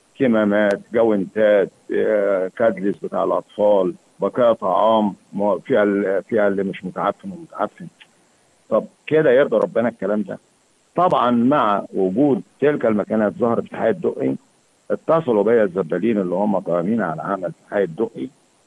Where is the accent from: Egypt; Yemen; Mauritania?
Egypt; مع بلدي مصر